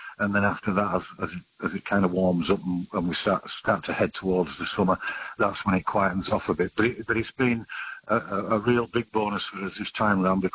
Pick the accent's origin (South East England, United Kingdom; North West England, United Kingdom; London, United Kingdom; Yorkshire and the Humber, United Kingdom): Yorkshire and the Humber, United Kingdom; moved away as an adult; now in Australia; Yeah, I'm actually from Yorkshire in the north of England